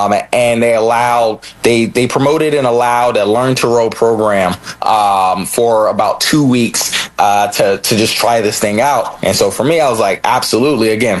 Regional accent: Philadelphia, Pennsylvania, United States; So born and raised in Philadelphia

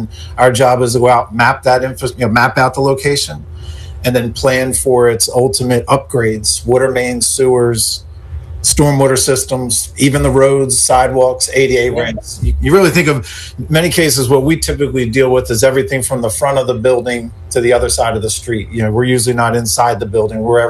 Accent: Chester, Pennsylvania, United States; now in Philadelphia, United States; I was born in Chester. It's where my family's from.

